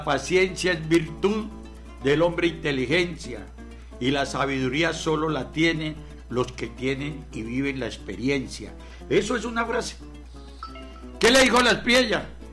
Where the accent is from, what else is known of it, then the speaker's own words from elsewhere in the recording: Colombia; mi país, que es el país de mis hijos, de mis nietas y mis bisnietos